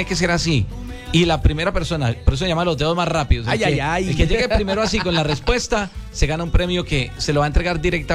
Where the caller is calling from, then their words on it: Villa María, Caldas, Colombia; Hola Olímpica … de Villa María.